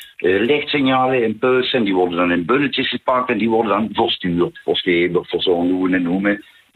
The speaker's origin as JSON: {"language": "Dutch", "region": "Limburg", "country": "Netherlands", "accent": "Limburgse accent", "said": "met mijn Limburgse accent"}